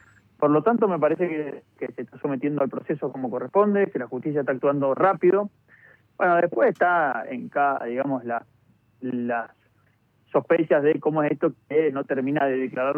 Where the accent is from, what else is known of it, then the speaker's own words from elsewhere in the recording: Mendoza, Argentina; De vuelta, a mí como ciudadano, como mendocino y como ministro en una provincia, me interesa que la justicia actúe